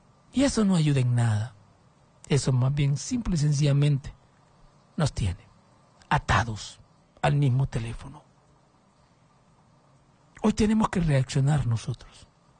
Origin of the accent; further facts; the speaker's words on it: Honduras; el satanismo ha conquistado muchos temores de mi pueblo Honduras.